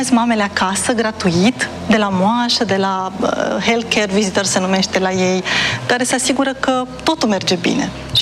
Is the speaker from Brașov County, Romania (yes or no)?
yes; Brașov, Brașov County, Romania; în Brașov, acolo de unde sunt eu